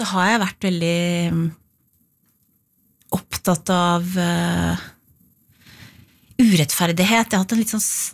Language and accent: Norwegian; Re, Vestfold, Norway; Skolen var i Tønsberg, ja. Men jeg vokste opp i Re kommune på landet, utenfor Tønsberg.